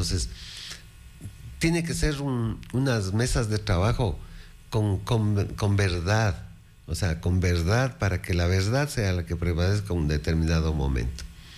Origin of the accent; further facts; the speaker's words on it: Ecuador; Todos somos del Ecuador